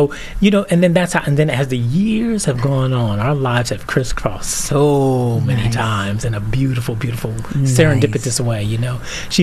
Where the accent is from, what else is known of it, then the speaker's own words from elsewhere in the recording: Philadelphia, Pennsylvania, United States; moved away; also born or lived in Los Angeles; You know, I'm born and raised in Philly.